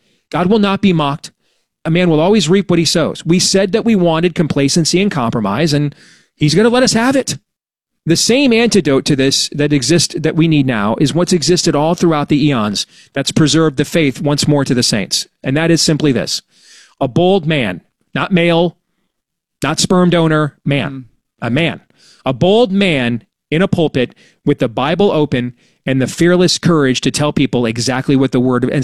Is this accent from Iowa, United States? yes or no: yes; Iowa, United States; There's a gubernatorial candidate that the Democrats are about to nominate in my home state of Iowa